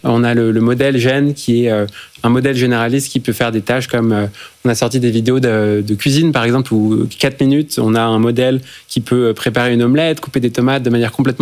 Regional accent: France; Je suis français. J'ai rencontré mon cofondateur en thèse sur la côte Est.

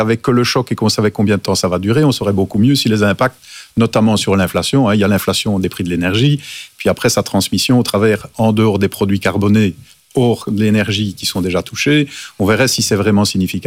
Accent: Wallonia, Belgium; je suis wallon

